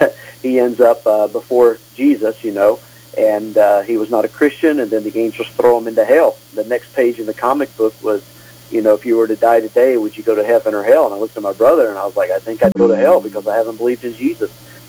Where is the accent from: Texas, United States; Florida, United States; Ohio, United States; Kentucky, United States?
Kentucky, United States; Glasgow; born there; now in Yuma, United States; So I was born in Glasgow, Kentucky, and born in, you know, raised in church